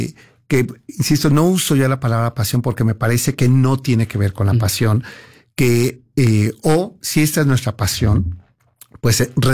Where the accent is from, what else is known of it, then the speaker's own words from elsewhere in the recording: Mexico; lo que somos los mexicanos.